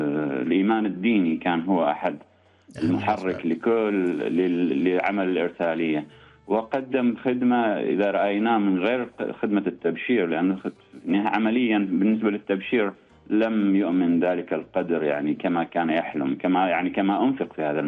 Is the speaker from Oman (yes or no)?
yes; Oman; لنا كعمانيين